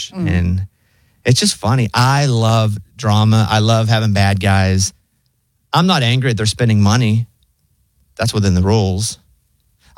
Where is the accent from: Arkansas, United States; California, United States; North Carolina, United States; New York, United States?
Arkansas, United States; growing up in Arkansas, we're taught to hate the University of Texas.